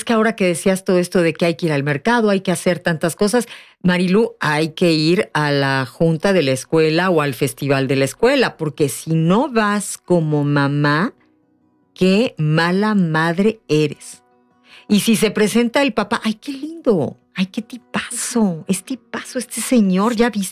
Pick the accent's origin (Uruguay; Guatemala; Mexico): Mexico; siendo mexicanas